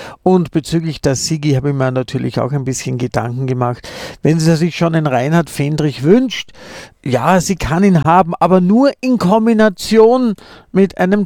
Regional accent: Austria; Ich bin ja auch Österreicher

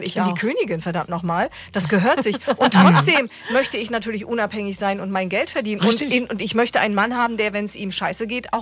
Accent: East Germany, Germany; ich komme ja aus dem Osten, aus den neuen Bundesländern.

